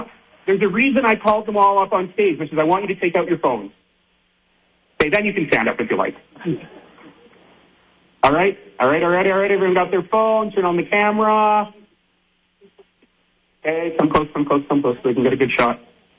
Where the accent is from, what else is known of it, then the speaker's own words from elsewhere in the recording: Canada; born there; Like Ferris, I was born in Canada. I'm not an immigrant. But just barely.